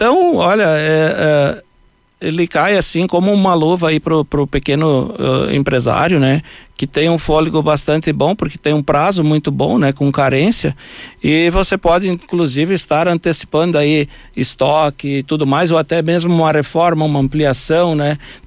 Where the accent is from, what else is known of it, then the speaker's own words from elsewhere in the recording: Encantado, Rio Grande do Sul, Brazil; moved away as an adult; por 5 anos estarmos nessa cidade maravilhosa aqui, né? A cidade minha cidade natal, né? Nasci, me criei aqui